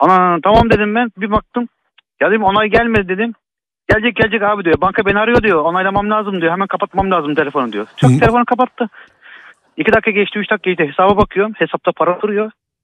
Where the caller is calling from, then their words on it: Manisa, Turkey; Ben Manisa'dan arıyorum sizi de.